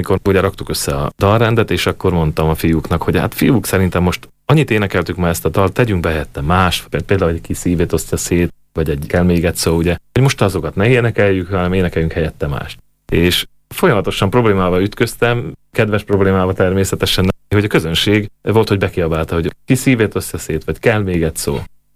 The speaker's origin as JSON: {"language": "Hungarian", "town": "Kolárovo", "region": "Nitra Region", "country": "Slovakia", "tie": "born or raised there", "said": "Mi alapítottunk Gútán, Szülővárosomban egy rockszínházat, a Kisdunamenti rockszínházat"}